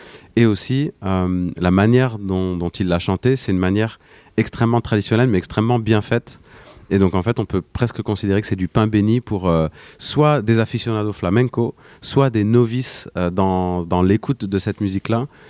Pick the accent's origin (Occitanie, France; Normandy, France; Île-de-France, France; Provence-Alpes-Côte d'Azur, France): Normandy, France; Caen; ici à Caen, ma ville natale